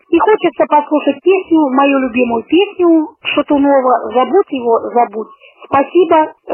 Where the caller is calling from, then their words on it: Magnitogorsk, Chelyabinsk Oblast, Russia; Звоню из Магнитогорска